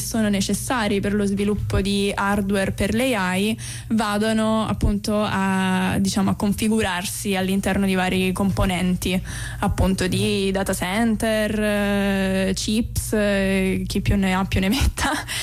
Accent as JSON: {"language": "Italian", "town": "Rome", "region": "Lazio", "country": "Italy", "said": "Poi nessuno, okay, di noi vive nello stesso posto da cui proviene, tranne me, che, okay, sono di Roma e vengo da Roma e sto"}